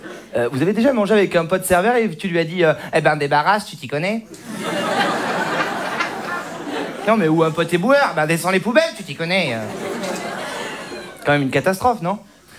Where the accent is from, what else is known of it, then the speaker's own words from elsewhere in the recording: Saint-Émilion, Nouvelle-Aquitaine, France; je viens de Saint-Émilion